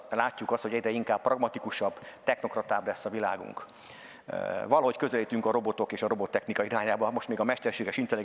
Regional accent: Csepel, Budapest, Hungary; én Csepelen nőttem föl, tehát ott jártam általános iskolában, kora gyerekkoromban fölkerültek a szüleim Budapestre, Csepelre

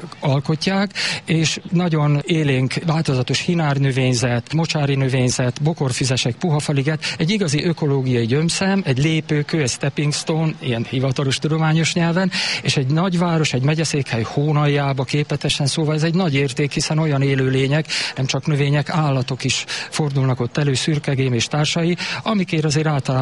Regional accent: Szombathely, Vas, Hungary; Nyilván lokálpatriótaként vagyok jelen, mindenféle tekintetben. A gyermekkorom is ide köt, a itt áthaladó Perint és Gyöngyös patakok partjain nőttem fel, meg a Kálmoni Arborétumba.

